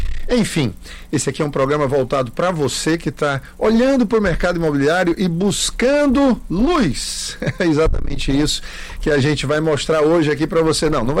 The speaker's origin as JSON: {"language": "Portuguese", "town": "Quixeramobim", "region": "Ceará", "country": "Brazil", "said": "É, vizinha a minha terra do Quixarambi."}